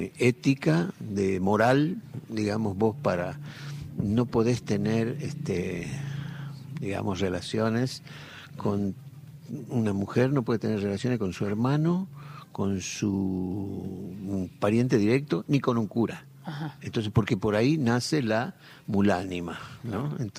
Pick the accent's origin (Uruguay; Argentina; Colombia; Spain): Argentina; Ledesma, Jujuy; Yo me crié en Ledesma. En Ledesma, como ustedes saben, hace mucho calor y la gente hasta altas horas de la noche conversa en las veredas.